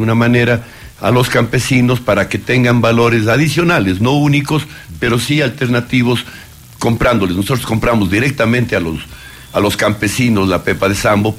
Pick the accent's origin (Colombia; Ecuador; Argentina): Ecuador